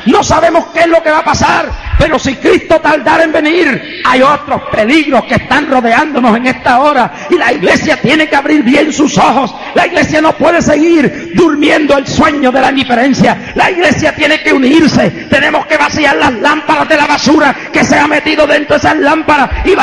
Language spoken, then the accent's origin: Spanish; Puerto Rico